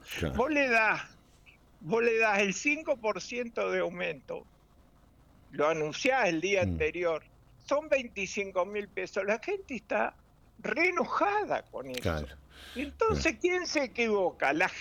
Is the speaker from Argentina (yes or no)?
yes; Argentina; born there; yo soy nacido en este pueblo.